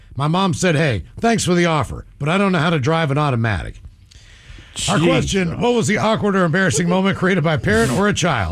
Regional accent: Seattle, Washington, United States; Alaska? She's like, is it really that dark in Seattle? I was like, yes.

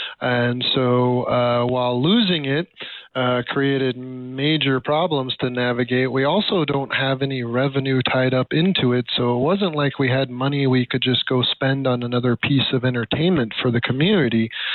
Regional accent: Alaska, United States; Yeah, I was fortunate to be born and raised in Alaska, and we traveled all over the lower 48 for summers

